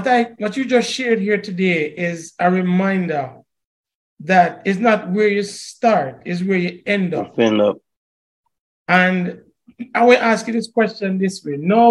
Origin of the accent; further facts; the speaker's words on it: Portmore, Saint Catherine, Jamaica; and we're both Jamaicans. I grew up in Portmore, you Mountain View.